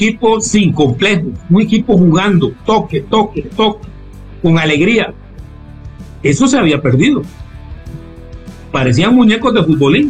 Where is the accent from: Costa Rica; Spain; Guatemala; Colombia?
Costa Rica; Yo lo pude hacer siendo costarricense